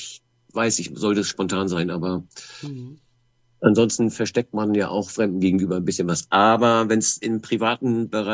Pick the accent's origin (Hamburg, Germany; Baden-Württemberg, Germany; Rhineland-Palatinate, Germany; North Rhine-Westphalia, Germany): Hamburg, Germany; moved away as an adult; now in Lüneburg, Germany; Tatsächlich gebürtiger Hamburger.